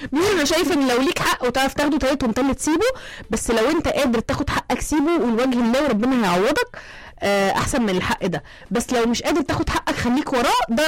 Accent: Monufia Governorate, Egypt; انا من المنوفيه.

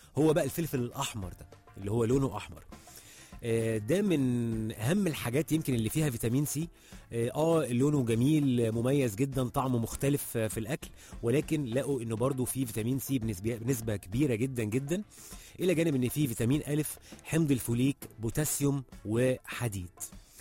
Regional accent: Egypt; واحنا كشعب مصري بيعز جدا فكرة المحاشي في العموم

